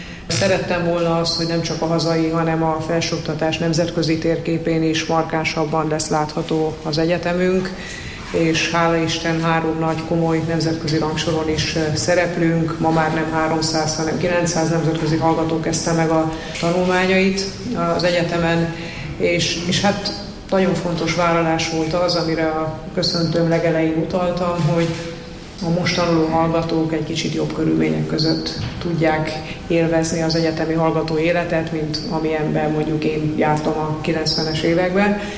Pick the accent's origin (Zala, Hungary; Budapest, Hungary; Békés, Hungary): Zala, Hungary; Zalaegerszeg; moved away as an adult; now in Miskolc, Hungary; Zala megyéből származom, Zalaegerszegen születtem, és 1991-ben kerültem Miskolcra.